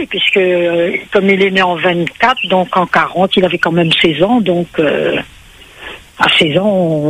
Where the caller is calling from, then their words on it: Sainte-Anne, Réunion; Moi, j'habite à Sainte-Anne et eux, ils habitent au Moufia.